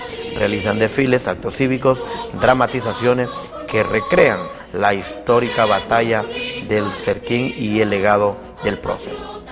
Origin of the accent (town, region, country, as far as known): Honduras